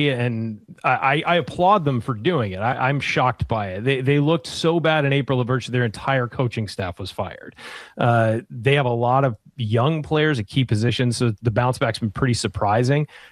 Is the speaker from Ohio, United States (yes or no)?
no; San Diego, California, United States; my hometown Padres